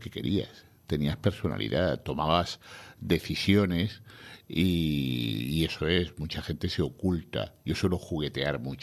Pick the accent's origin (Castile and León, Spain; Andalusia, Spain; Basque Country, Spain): Basque Country, Spain; Bilbao; como unos años me crié en Bilbao. En Bilbao era prácticamente imposible que no te gustara el fútbol.